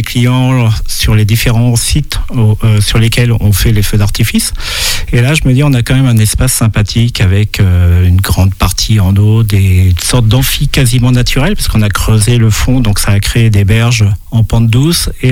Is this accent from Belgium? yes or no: no; Saint-Jean-de-Monts, Pays de la Loire, France; moi je suis natif de Saint-Jean-de-Mont